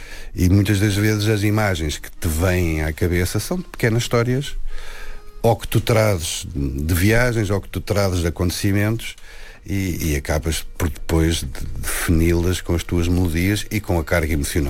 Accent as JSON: {"language": "Portuguese", "region": "Lisbon", "country": "Portugal", "tie": "born there", "said": "Eu nasci em Lisboa, vivia na urbe e serei sempre um gajo urbano."}